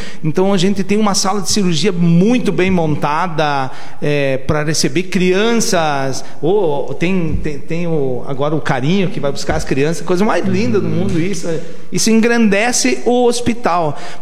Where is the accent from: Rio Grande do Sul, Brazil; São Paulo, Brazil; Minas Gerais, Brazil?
Rio Grande do Sul, Brazil; now in Santa Catarina, Brazil; Não nasci lá, não, nasci, eu sou do Rio Grande do Sul